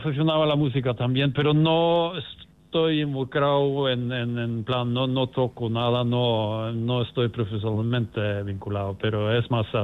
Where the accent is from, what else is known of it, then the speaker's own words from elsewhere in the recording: Norway; Spanish is a second language; voy a estar en mi país, en Oslo, en Noruega, donde vivo yo.